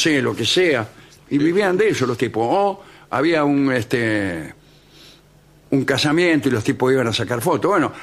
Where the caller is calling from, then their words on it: Mar del Plata, Buenos Aires Province, Argentina; Hola, amigo de La Venganza … de Mar del Plata.